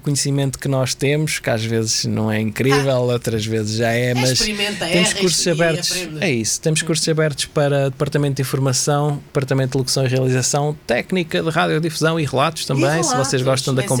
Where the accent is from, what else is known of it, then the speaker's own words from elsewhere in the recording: Coimbra, Centro, Portugal; Eu sou de Coimbra.